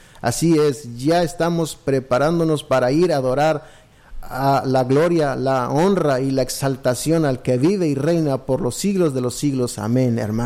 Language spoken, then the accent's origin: Spanish; United States; yo como soy americano sí tengo ese problema para distinguir la raza.